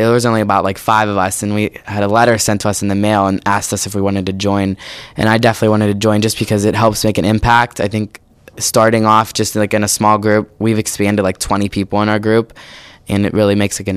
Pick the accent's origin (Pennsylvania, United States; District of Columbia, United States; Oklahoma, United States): Pennsylvania, United States; South Allegheny; I'm from South Allegheny, and I'm in 11th grade.